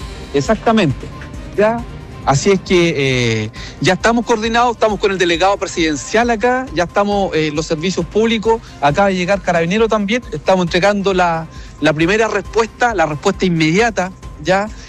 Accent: Chile; yo se lo digo, ya no como alcalde, como vecino, como chileno común y corriente

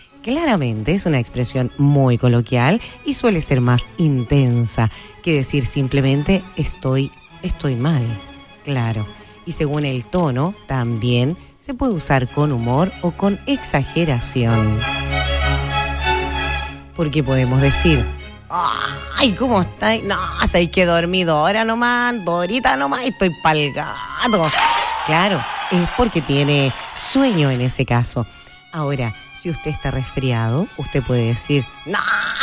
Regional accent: Chile; Somos grandes los chilenos

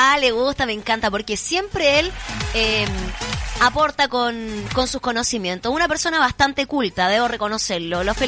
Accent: Chile; De hecho, tenemos una calle que se llama así en nuestra ciudad, al menos de donde soy oriunda. Y creo que casi en todas las ciudades de Chile se repiten los nombres, ¿ah?

